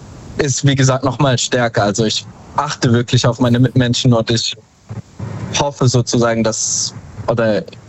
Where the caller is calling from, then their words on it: Darmstadt, Hesse, Germany; Aus Darmstadt.